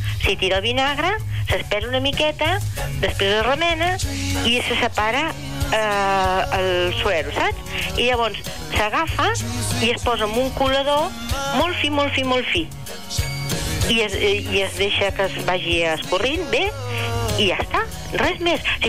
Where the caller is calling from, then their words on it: Peralada, Catalonia, Spain; soc de Peralada, jo.